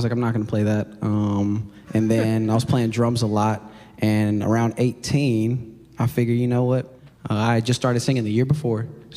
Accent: Winston-Salem, North Carolina, United States; Winston-Salem.

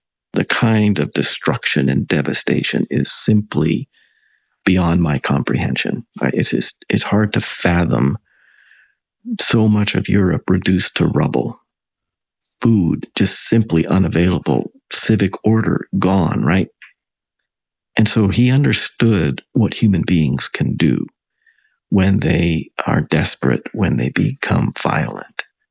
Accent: Western Canada, Canada; I grew up with him in Western Canada

